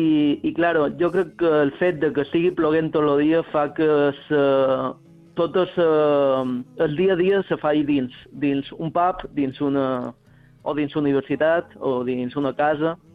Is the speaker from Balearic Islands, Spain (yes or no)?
yes; Marratxí, Balearic Islands, Spain; moved away as an adult; now in Limerick, Ireland; Jo som de Marratxí.